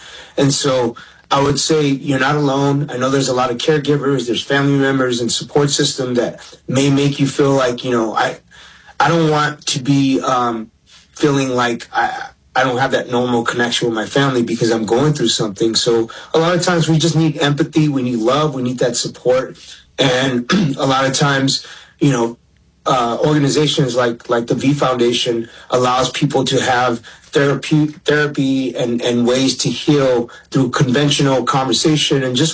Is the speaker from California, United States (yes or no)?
yes; Los Angeles, California, United States